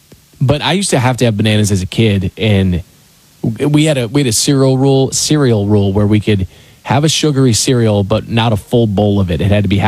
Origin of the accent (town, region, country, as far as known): Vienna, Virginia, United States; moved away